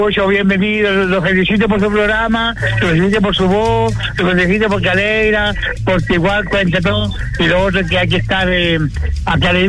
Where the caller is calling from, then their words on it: Los Álamos, Biobío, Chile; Yo pertenezco a la comuna de Álamos, pero yo soy del campo, del sector Sara de Lebu.